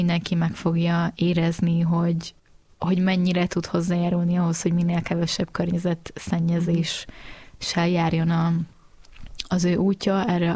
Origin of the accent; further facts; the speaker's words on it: Lébény, Győr-Moson-Sopron, Hungary; Én egy faluból származom egyébként, és abszolút lehet világutazóvá válni lébényi lakosként is.